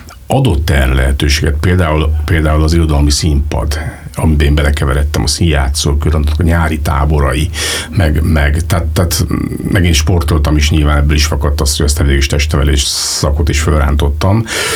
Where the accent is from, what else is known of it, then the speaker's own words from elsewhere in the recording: Veszprém, Veszprém County, Hungary; moved away as an adult; also born or lived in Pécs; ott felnőttem, és ugye a legfogékonyabb éveimet töltöttem, ez a felső tagozat, gimnázium vége, ameddig aztán elmentem Pécsre